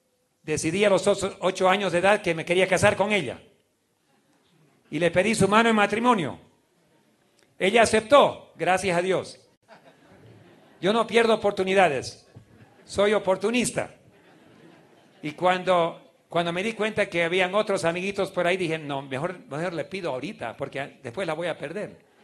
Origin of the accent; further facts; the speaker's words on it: Beni, Bolivia; yo tenía apenas 11 años de edad. Estábamos por volver, yo me crié en el Beni.